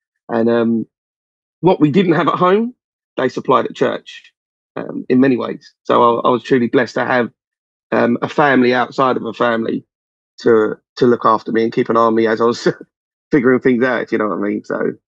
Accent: London, United Kingdom; So so I come from South, as you may have noticed from a bit of the accent, but I'm being as eloquent as I can. I come from South East London. So I was brought up in Camberwell, Denmark, Hillway. And there's an estate there called The Circle.

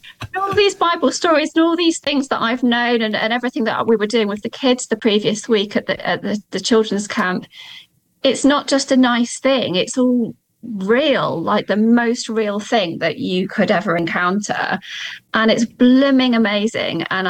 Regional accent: Guildford, South East England, United Kingdom; I'm from Guildford.

